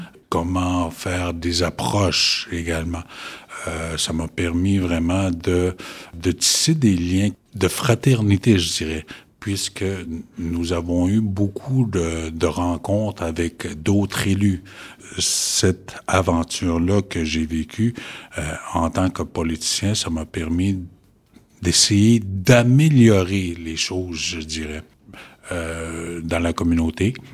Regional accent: Uashat mak Mani-utenam, Quebec, Canada; now in Matimekosh, Canada; Je suis originaire de Ouachat Makmaniotenam. Oui, je viens d'ici et j'ai déménagé à Matimekosh récemment, oui.

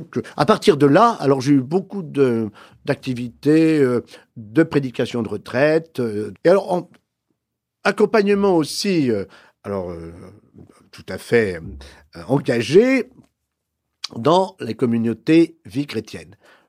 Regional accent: France; Donc, je suis français, n'est-ce pas?

